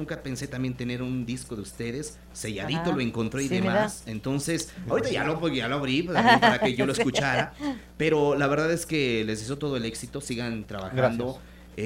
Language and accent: Spanish; Ciudad Serdán, Puebla, Mexico; Yo soy oriundo de Ciudad Cerdán, de ese lado, de por allá.